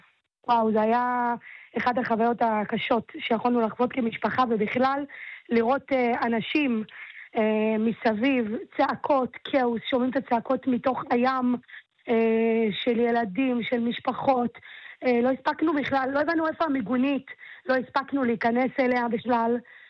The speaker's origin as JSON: {"language": "Hebrew", "town": "Nahariya", "region": "Northern District", "country": "Israel", "tie": "born or raised there", "said": "אני לא מתכוונת לעזוב את נהריה ואני לא אעזוב את נהריה. נהריה עיר יפהפייה וטובה, גדלתי פה ואני מגדלת את הילדים."}